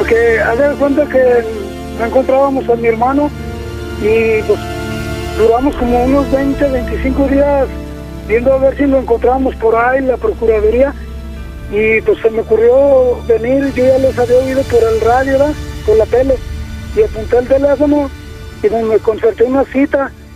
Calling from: Guadalajara, Jalisco, Mexico; Pues de aquí de Guadalajara, de aquí de Lomas del 4.

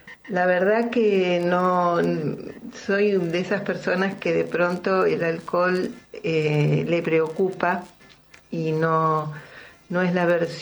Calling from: Buenos Aires, Argentina; Te dejo un cariño grande … de Devoto.

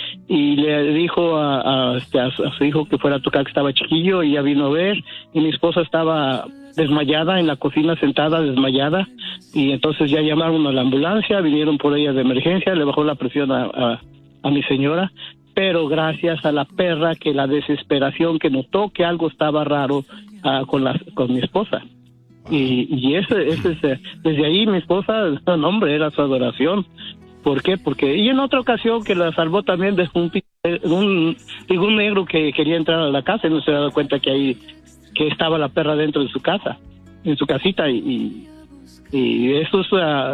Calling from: Stockton, California, United States; Stockton.

